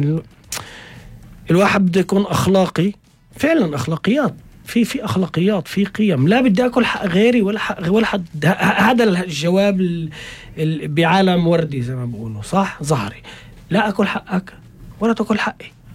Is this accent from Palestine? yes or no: yes; Palestine; انا كفلسطيني